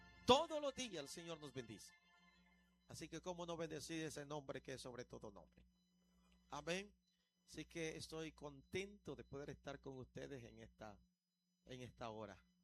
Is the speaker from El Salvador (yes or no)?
yes; El Salvador; nuestro país, El Salvador, de donde venimos